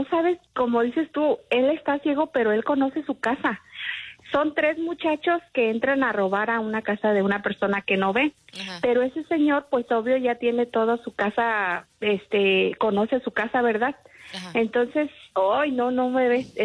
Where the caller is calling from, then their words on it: Arlington, Texas, United States; Hablo de Arlington, Texas.